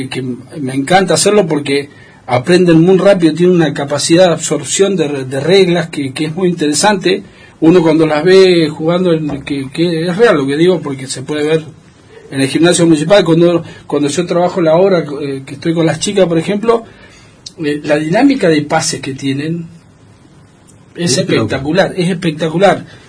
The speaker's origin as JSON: {"language": "Spanish", "town": "Esquel", "region": "Chubut", "country": "Argentina", "tie": "born or raised there", "also_born_or_lived": "Córdoba", "moved": "as an adult", "said": "lo digo como nacido y criado en Esquel"}